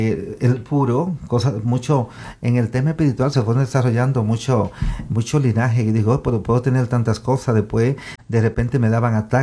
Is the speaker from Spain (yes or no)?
no; Dominican Republic; Nosotros somos de República Dominicana, mi papá es de las Islas Europeas, de Aruba, mi mamá dominicana de Punta Cana, una playa bien bonita.